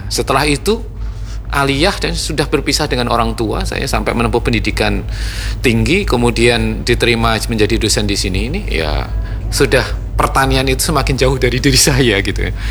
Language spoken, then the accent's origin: Indonesian; Madiun, East Java, Indonesia; dulu di sekitar kampung saya itu yang menebang tebu itu selain masyarakat sekitar situ itu ada juga yang dari kabupaten lain. Saya kan di Madiun ya, Ngawi datang ke situ.